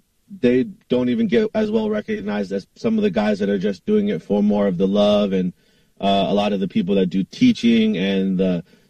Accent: Hawaii, United States; Yeah, for me, being a waterman is just being Hawaiian.

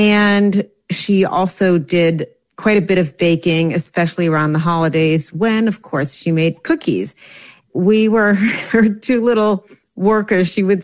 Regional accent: New Jersey, United States; when you're a young child growing up in New Jersey, which is where I grew up

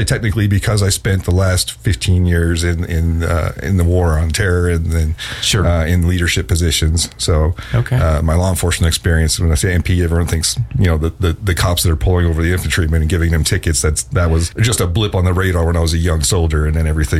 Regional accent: Denver, Colorado, United States; now in Arizona, United States; I grew up in Denver, Colorado, so I needed by Rocky Mountains.

